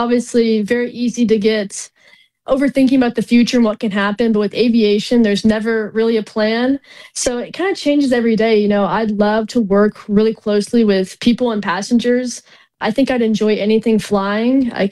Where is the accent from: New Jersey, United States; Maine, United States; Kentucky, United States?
Kentucky, United States; Bardstown; moved away as an adult; now in Melbourne, Florida, United States; I go to school in Melbourne, Florida, but I'm actually from Bardstown, Kentucky. So the bourbon capital of the world.